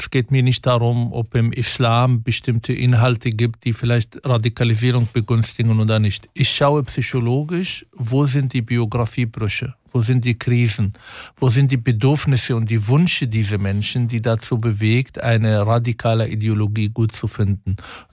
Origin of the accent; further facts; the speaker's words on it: Germany; Demokratie wird geschützt, mein Heimat Deutschland wird geschützt, indem die Leute Zivilcourage zeigen